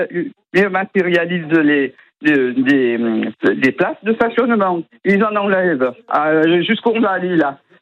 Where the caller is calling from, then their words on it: Marseille, Provence-Alpes-Côte d'Azur, France; je suis marseillaise aussi